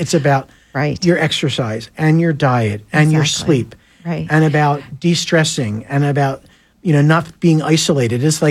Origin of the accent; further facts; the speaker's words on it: United States; I'm American.